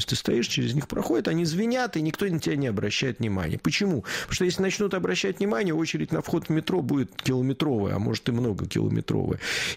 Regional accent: Saint Petersburg, Russia; Я сам из Петербурга, как вы знаете.

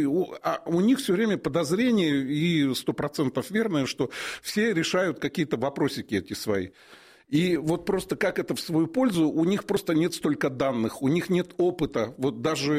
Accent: Siberia, Russia; Ермак – это вот я из Сибири родом, и Ермак Тимофеевич, значит, как-то открывал эту Сибирь

